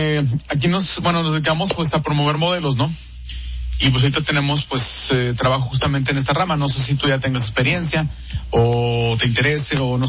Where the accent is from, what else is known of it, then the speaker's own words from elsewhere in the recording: San Luis Potosí, Mexico; Yo soy de San Luis Potosí.